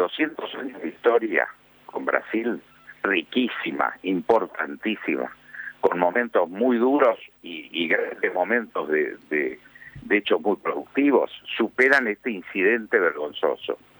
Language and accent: Spanish; Argentina; Yo creo que somos muchos los argentinos, incluyéndome